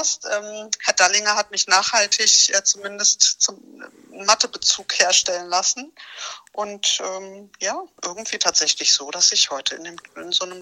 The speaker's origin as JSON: {"language": "German", "region": "Baden-Württemberg", "country": "Germany", "accent": "Kinzigtal dialect", "said": "Und dann sagte, und jetzt werde ich wegen meinem Kinzigtäler Dialekt auch noch irgendwie als Ausländerin betitelt."}